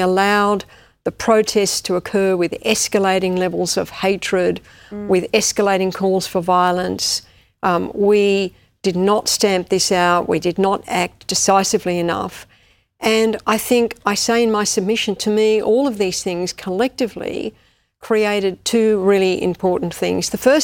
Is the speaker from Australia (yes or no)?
yes; Australia; I was just crushed by that as an Australian.